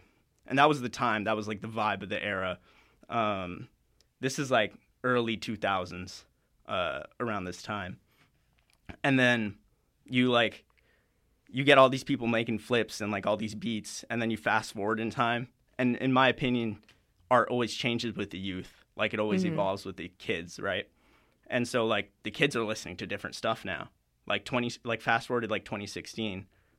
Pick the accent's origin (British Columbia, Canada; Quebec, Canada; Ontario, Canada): British Columbia, Canada; Surrey; I'm from Surrey, British Columbia.